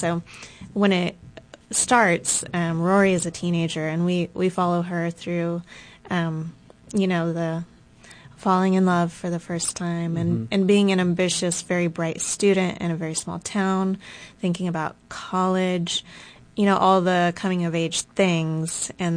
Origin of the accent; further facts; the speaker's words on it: Rosebud, Arkansas, United States; Strangely looks a lot like Searcy, which is not my hometown, but very near my hometown.